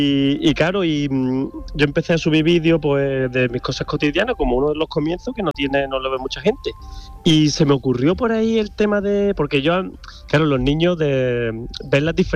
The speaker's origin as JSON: {"language": "Spanish", "town": "Málaga", "region": "Andalusia", "country": "Spain", "moved": "yes", "lives_now": "Vietnam", "said": "aquí estamos en mi tierra, en Málaga, de vacaciones"}